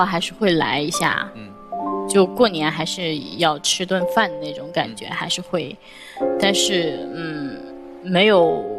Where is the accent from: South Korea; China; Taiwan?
China; Yunnan; 我从云南来。